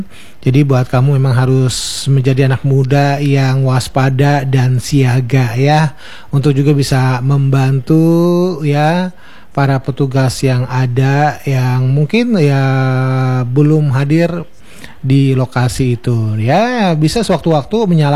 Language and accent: Indonesian; Palangka Raya, Central Kalimantan, Indonesia; kita sebagai warga Palangkaraya